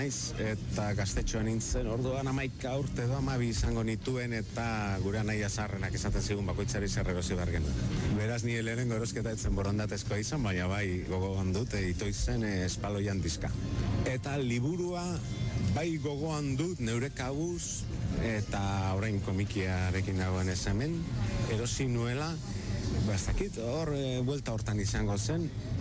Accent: Durango, Basque Country, Spain; Durangarra naiz

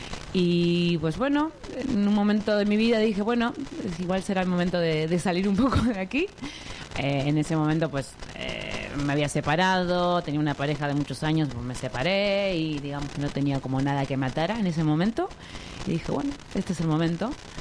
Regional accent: Buenos Aires Province, Argentina; Yo soy de provincia de Buenos Aires.

